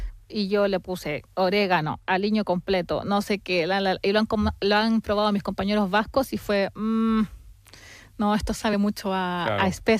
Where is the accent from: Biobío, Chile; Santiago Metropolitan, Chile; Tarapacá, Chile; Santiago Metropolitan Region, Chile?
Biobío, Chile; Concepción